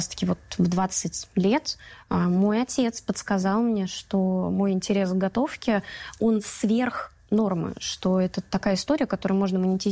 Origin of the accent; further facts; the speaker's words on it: Saransk, Mordovia, Russia; born there; Мой дедушка Валерий Николаевич, вот такие вот у меня праздники всегда собирал в Саранске, в городе.